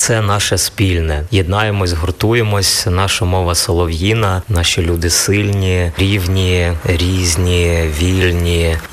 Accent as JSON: {"language": "Ukrainian", "town": "Starobilsk", "region": "Luhansk Oblast", "country": "Ukraine", "tie": "born or raised there", "lives_now": "Uzhhorod, Ukraine", "said": "Я родом з Луганщини, міста Старобільськ. Зараз живу в місті Ужгород."}